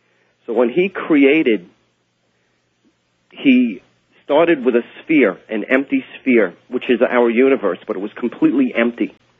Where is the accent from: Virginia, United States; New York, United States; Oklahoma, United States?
New York, United States; Long Island; I'm from Long Island, New York.